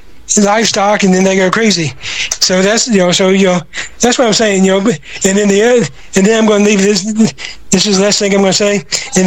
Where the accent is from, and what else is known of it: Bible Belt, United States; born or raised there